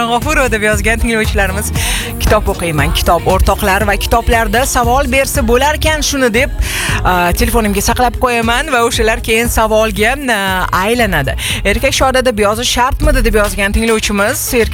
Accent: Tashkent, Uzbekistan; biz sovuq o'lkalardan, tundradan yoki Alaskadan Toshkentga ko'chib kelganlar emasmiz. Biz shu issiq o'lkada katta bo'lganmiz va shu issiqni o'rganganmiz.

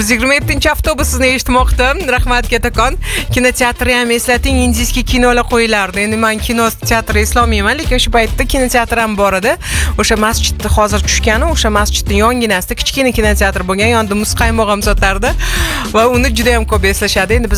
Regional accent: Tashkent, Uzbekistan; accent: Tashkent dialect; bolaligimiz, maktab davrlarimiz aynan o'sha mahallalarda o'tgan.

